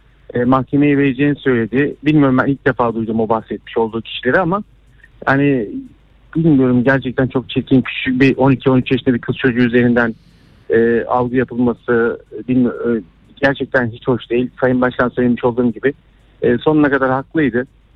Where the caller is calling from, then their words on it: Istanbul, Turkey; ben İstanbul'dan, Fenerbahçeliyim.